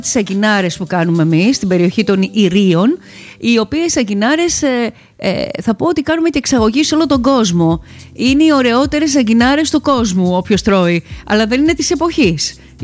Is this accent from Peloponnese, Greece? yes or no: yes; Peloponnese, Greece; Την κάνουμε παραδοσιακά στη πατρίδα μου.